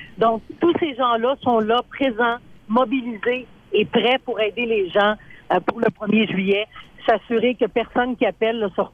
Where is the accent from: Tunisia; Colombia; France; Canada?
Canada; Chicoutimi, Quebec; je suis originaire de Scoutimi.